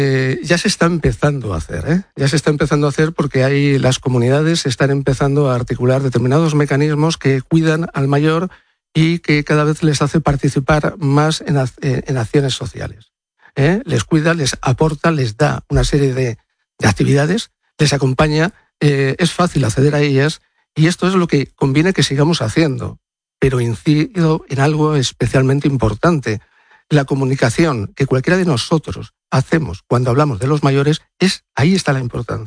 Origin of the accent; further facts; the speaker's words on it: Madrid, Community of Madrid, Spain; Yo soy del pueblo de Madrid.